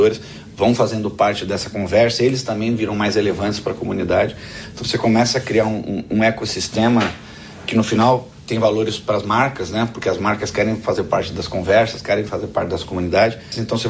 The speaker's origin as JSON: {"language": "Portuguese", "country": "Portugal", "said": "Particularmente eu sou português, né?"}